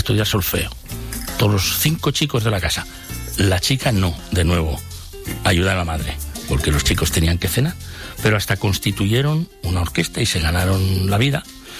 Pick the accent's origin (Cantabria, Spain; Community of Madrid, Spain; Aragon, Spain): Community of Madrid, Spain; Campo Real; era como una actriz real en color en aquella película en blanco y negro que se rodaba cada día en mi pueblo, en Campo Real.